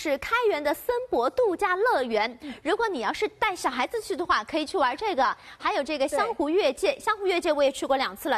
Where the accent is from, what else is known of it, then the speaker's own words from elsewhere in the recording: Shanghai, China; 现在也快成我们上海人的后花园了